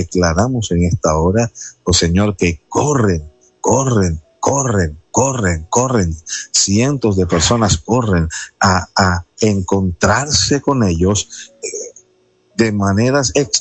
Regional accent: San Andrés and Providencia, Colombia; Un abrazo desde Colombia para el Perú. Sabe que hubo gente sanandresana de mi tierra que peleó en batallas en el Perú.

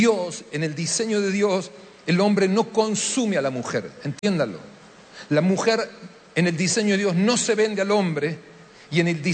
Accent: Argentina; Me tocó a mí decírtelo, perdón. Vengo de Argentina a decírtelo, no es lo mismo.

